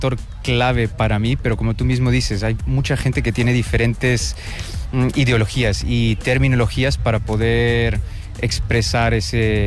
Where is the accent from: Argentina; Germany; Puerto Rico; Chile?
Germany; Spanish is a second language; Bueno, de Alemania.